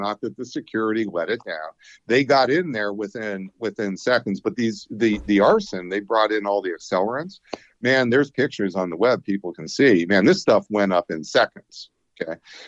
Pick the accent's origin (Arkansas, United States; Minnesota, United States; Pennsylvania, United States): Pennsylvania, United States; Erie; So I'm from Western PA. I'm from Erie, Pennsylvania. I went to the University of Pittsburgh as an undergrad. So I'm pretty familiar with Pennsylvania.